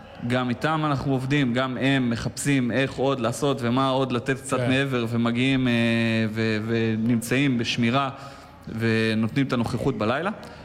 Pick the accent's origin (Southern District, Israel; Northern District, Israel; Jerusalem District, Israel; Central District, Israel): Northern District, Israel; Nov; אז כן, אני נולדתי וגדלתי במושב נוב בדרום הגולן. ההורים שלי בעצם ממקימי ההתיישבות בגולן, הם הקימו את המושב, מהמקימים של המושב קשת, במרכז הגולן. לימים אחרי 18 שנה הם עברו למושב נוב, שם בעצם אני נולדתי.